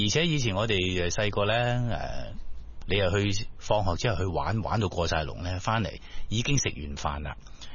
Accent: Guangdong, China; 咁我哋广东人咧就讲，唉，真系发毛。

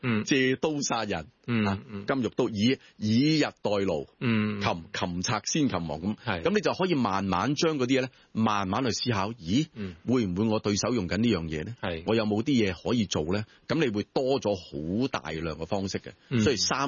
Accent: China; 咁三五五七我哋中國人裏面呢就叫做單數，即係叫陽數。

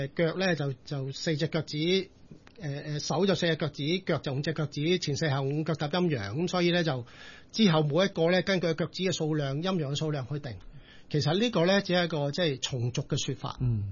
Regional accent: China; 其實我哋中國人呢個生肖都係生肖記年法

